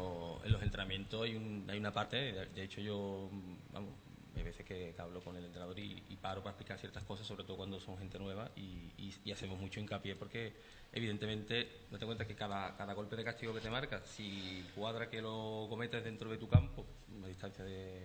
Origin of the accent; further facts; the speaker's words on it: Cádiz, Andalusia, Spain; born there; moved away as an adult; now in Sanlúcar de Barrameda, Spain; Yo soy de Cádiz, de Antonio López.